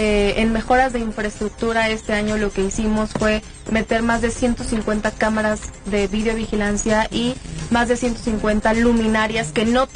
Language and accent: Spanish; Mexico; una de las tradiciones más hermosas que tenemos como mexicanos